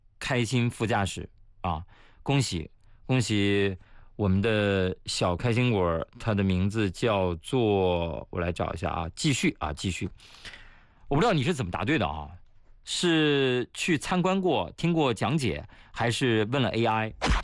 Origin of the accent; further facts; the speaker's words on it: China; 作为一个中国人，感觉到很骄傲啊！